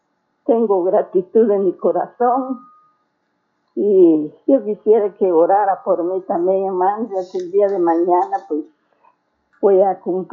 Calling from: San Bartolomé Milpas Altas, Sacatepéquez, Guatemala; yo le hablo de aquí, San Bartolomé, Milpas Altas.

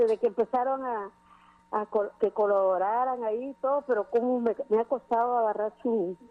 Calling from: Villa Nueva, Guatemala Department, Guatemala; De Búcaro.

